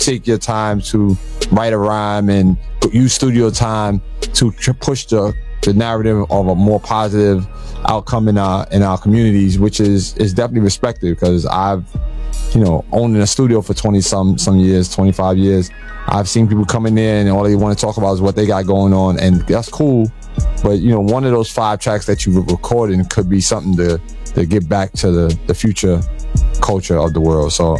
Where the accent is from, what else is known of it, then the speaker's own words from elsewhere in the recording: New York City, New York, United States; I'm from the Bronx, I'm from the South Bronx